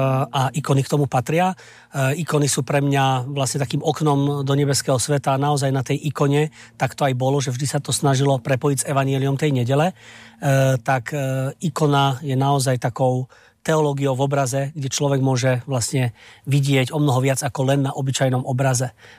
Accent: Sučany, Žilina Region, Slovakia; pôsobil na Turci, odkiaľ pochádzam, v Sučanoch

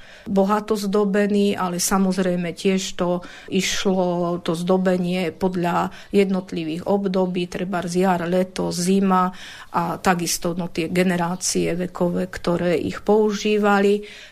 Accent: Sucháň, Banská Bystrica Region, Slovakia; u nás v Sucháni

